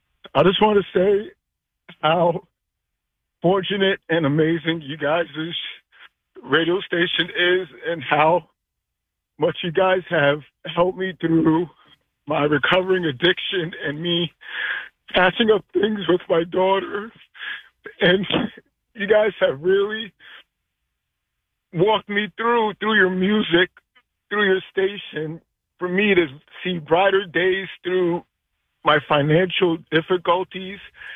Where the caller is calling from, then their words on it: Bel Air, Maryland, United States; From Bel Air, Maryland.